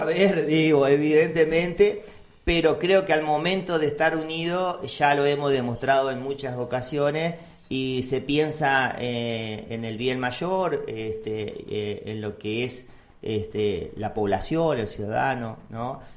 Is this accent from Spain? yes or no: no; Uruguay; nosotros como uruguayos capaz que no lo notamos o no lo valoramos tanto, pero creo que vivimos en un hermoso país de gente muy buena